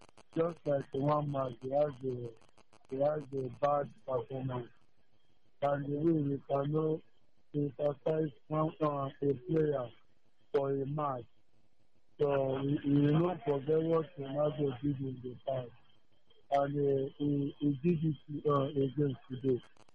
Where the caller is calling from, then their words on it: Abia, Nigeria; I'm calling from the God's Own State.